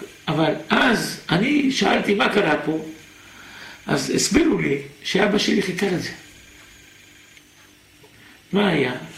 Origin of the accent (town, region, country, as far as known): Jerusalem, Jerusalem District, Israel; born there